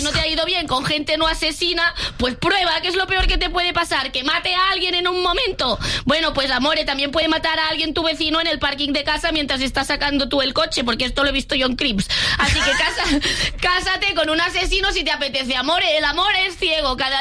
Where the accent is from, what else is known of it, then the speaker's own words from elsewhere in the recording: Andalusia, Spain; Aquí sí que soy andaluza.